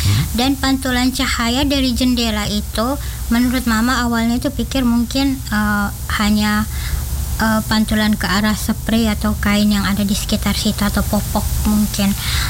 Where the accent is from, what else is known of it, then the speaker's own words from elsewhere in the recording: Bajawa, East Nusa Tenggara, Indonesia; orang Nangaroro Nagekeo dan mama orang Larantuka, Flores Timur. Namun kami dilahirkan dan dibesarkan di Kota Dingin Bajawa.